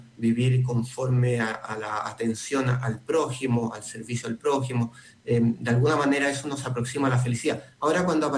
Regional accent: Chile; porque somos muchos los chilenos y no todos somos de la misma manera, ¿no?

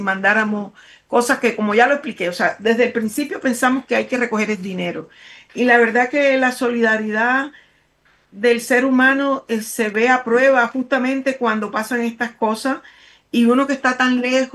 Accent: Barranquilla, Atlántico, Colombia; now in Puerto Montt, Chile; yo soy de Barranquilla

